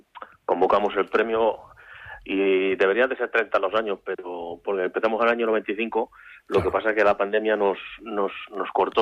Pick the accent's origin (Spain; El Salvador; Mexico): Spain; Segovia, Castile and León; ni nuestras como segovianos, ni como castellanos, ni como nación tampoco, o sea, como españoles.